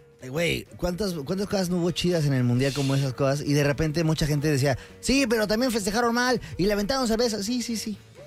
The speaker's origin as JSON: {"language": "Spanish", "country": "Mexico", "said": "¿en verdad somos esto como mexicanos? Y la respuesta es sí. somos esto como mexicanos."}